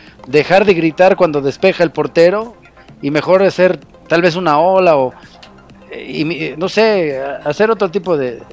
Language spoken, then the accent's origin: Spanish; Mexico